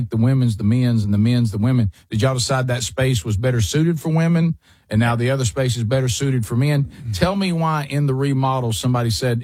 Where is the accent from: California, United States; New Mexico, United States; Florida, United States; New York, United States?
New Mexico, United States; Tucumcari; also born or lived in Amarillo; I'm from Tucumcari, New Mexico.